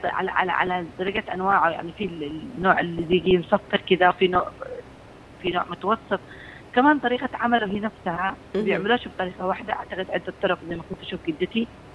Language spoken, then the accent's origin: Arabic; Yemen; ويعرف ان احنا من اليمن